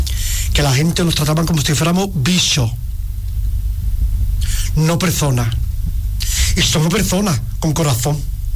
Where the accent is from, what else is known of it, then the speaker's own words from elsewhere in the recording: Arcos de la Frontera, Andalusia, Spain; moved away as an adult; also born or lived in Basque Country; cuando me jubilé, pues me vine a mi tierra, a Arco de la Frontera, pues yo nací aquí. Que me fui con 25 años.